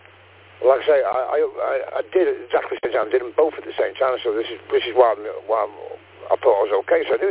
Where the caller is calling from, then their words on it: Stoke-on-Trent, West Midlands, United Kingdom; Well, my location, I'm on the handheld, just like you. I'm sitting on Malcop, Staffordshire, Stoke-on-Trent.